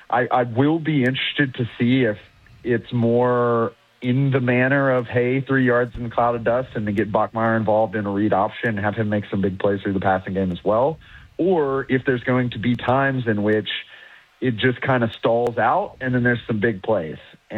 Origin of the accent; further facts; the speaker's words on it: the South, United States; I'm from the South.